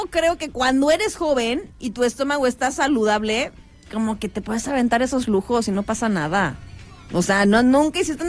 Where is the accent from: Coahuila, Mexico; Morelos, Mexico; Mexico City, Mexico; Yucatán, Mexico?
Yucatán, Mexico; yo como yucateca